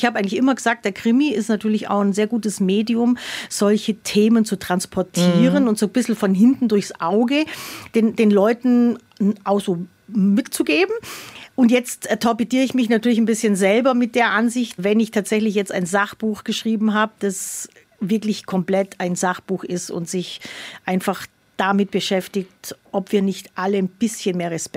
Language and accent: German; Bavaria, Germany; ich bin die Allgäuerin, du darfst zu einer Allgäuerin nicht Schwäbin sagen.